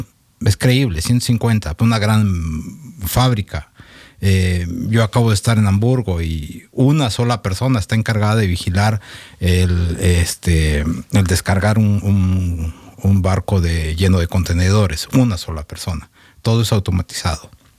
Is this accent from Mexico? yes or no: yes; Mexico; yo soy mexicano